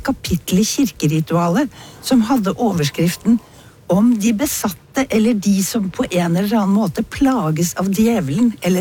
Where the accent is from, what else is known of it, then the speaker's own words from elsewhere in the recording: Oslo, Norway; now in Trøndelag, Norway; Selv vokste jeg opp i Oslo